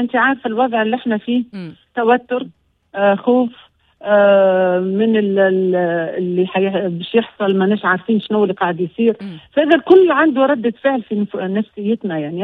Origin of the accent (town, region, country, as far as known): Tunisia; accent: Tunisian; now in Cairo, Egypt